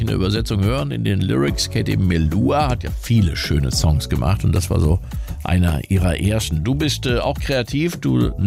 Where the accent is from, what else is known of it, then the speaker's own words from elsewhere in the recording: Rhineland-Palatinate, Germany; Ja, ich komme aus dem Westerwald, da würde man auch gucken natürlich.